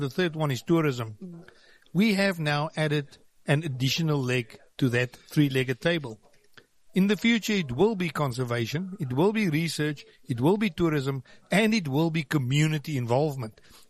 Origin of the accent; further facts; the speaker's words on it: Limpopo, South Africa; I must just first say that I grew up in Sanin, so places like Giyani and Hoedspruit are very close to my heart